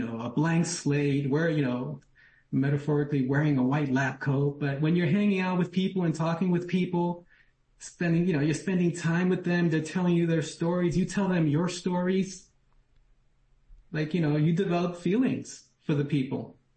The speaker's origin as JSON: {"language": "English", "town": "New York City", "region": "New York", "country": "United States", "said": "And I was from New York City. I was an outsider."}